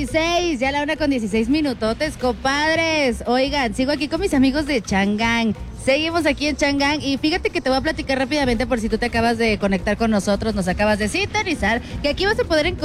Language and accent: Spanish; Mexico; yo por lo menos como mexicana